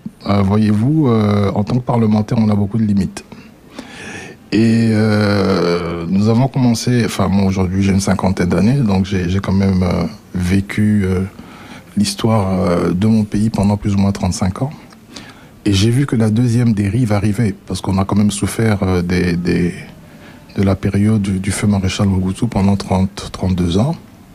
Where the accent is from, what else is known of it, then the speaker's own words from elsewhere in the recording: Brussels, Brussels-Capital Region, Belgium; born there; Je suis un Congolais, comme aiment le dire les gens de père et de mère, né en Belgique, mais de nationalité congolaise, parce que je n'ai jamais changé de nationalité.